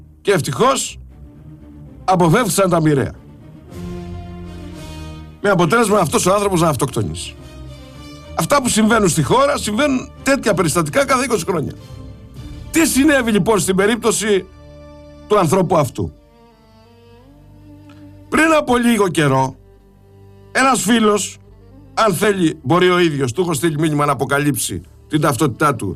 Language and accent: Greek; Sparta, Peloponnese, Greece; moved away; από την πατρίδα μου, τη Σπάρτη